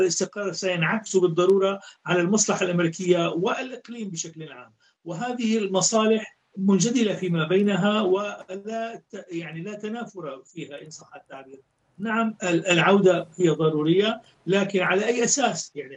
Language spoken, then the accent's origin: Arabic; Syria